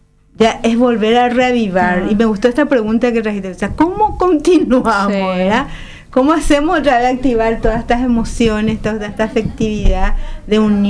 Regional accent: Paraguay; nos da una gran esperanza como paraguayos y paraguayas

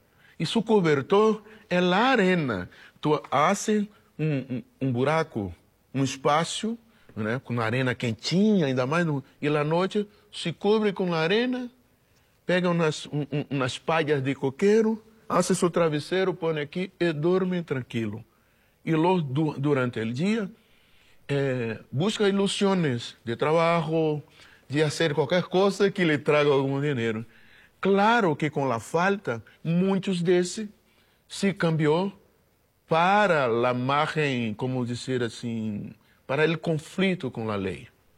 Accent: Salvador, Bahia, Brazil; Spanish is a second language; Yo soy nacido en Salvador de Bahía, el año de 62, en el barrio de Candial.

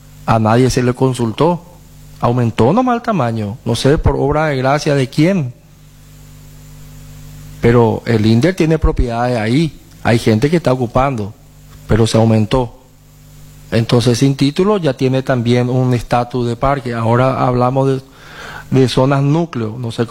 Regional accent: Paraguay; born there; nosotros formamos parte también del pueblo indígena. Somos originarios de acá.

